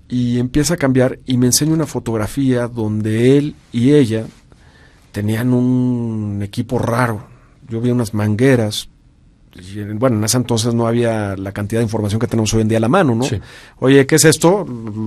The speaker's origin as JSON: {"language": "Spanish", "region": "Hidalgo", "country": "Mexico", "tie": "born there", "also_born_or_lived": "Mexico City", "said": "yo nací aquí en la Ciudad de México en 1972 y recién nacido me fui a vivir a un pueblo muy pequeñito, pero muy pequeñito. En ese entonces no viven más de 200 personas en ese pueblo"}